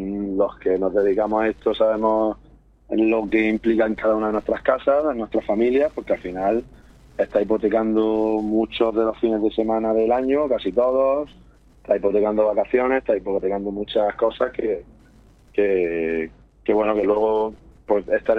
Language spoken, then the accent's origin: Spanish; Aguadulce, Andalusia, Spain; Yo soy de Agua Dulce toda la vida. Yo jugué en Agua Dulce cuando era un niño.